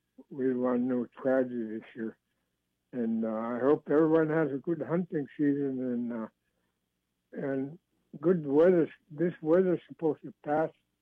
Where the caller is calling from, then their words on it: Bethel, Alaska, United States; I'm from Bethel.